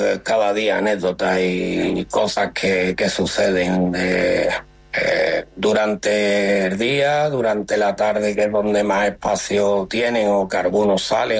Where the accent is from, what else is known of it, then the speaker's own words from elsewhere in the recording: Gerena, Andalusia, Spain; soy de Gerena. Me considero muy de Gerena y de sevillano.